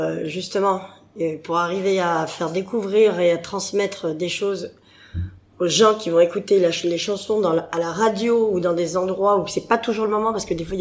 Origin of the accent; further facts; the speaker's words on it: Paris, Île-de-France, France; parce que Paris c'est mon ADN, je suis née ici, et on est parisien et ça se revendique.